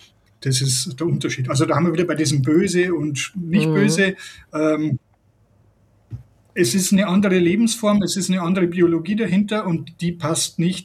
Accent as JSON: {"language": "German", "town": "Regensburg", "region": "Bavaria", "country": "Germany", "said": "ich bin auch aus Regensburg, da kenne ich die Situation."}